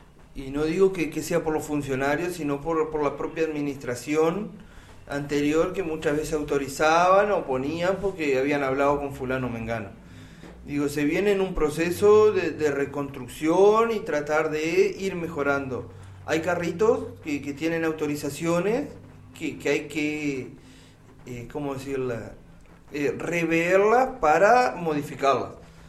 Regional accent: Uruguay; en el barrio San José, Fátima, ahí donde yo nací y me crié

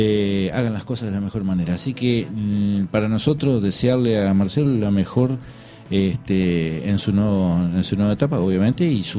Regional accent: Salto, Uruguay; para nuestro departamento, para Salto

